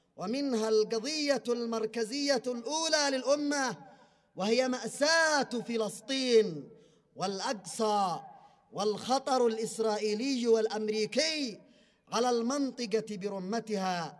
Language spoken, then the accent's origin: Arabic; Yemen; بلدنا اليمن